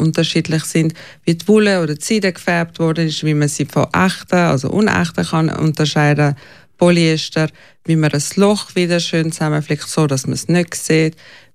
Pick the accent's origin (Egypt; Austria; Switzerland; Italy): Switzerland; als Schweizer